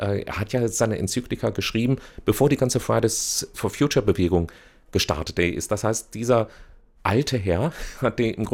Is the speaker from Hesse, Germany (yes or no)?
yes; Marburg, Hesse, Germany; Ich bin aufgewachsen in Marburg an der Lahn. Mein Vater war Pfarrer an der Elisabethkirche in Marburg.